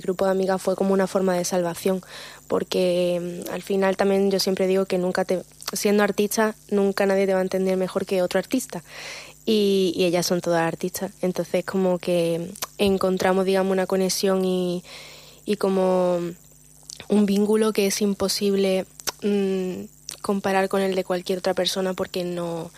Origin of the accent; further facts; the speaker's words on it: Málaga, Andalusia, Spain; yo soy malagueña, ¿no? Pero ya además, pues siempre he vivido pues muy cerquita del mar.